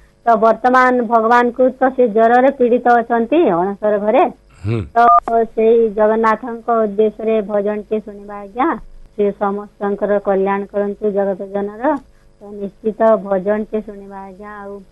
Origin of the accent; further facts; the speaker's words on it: Katapali, Odisha, India; ନାଇଁ ନାଇଁ ଆଜ୍ଞା, ସହରରେ ନାଇଁ, ବରଗଡ଼ ସହର ଠାରୁ ଆଉ ଗୋଟେ ଗାଁ କଟାପାଲି ଆମ ଗାଁ, ଆମ ଗାଁରୁ ବରଗଡ଼ 8 କିଲୋମିଟର ଆଜ୍ଞା।